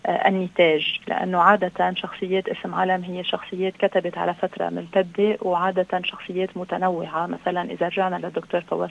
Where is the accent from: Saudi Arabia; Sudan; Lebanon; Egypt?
Lebanon